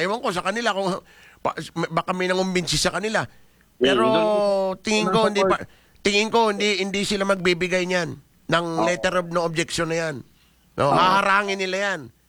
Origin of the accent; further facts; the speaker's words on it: Puerto Princesa, Mimaropa, Philippines; hindi naman ako taga-Bahili, 'di ba? Taga Puerto ko dito sa Santa Monica.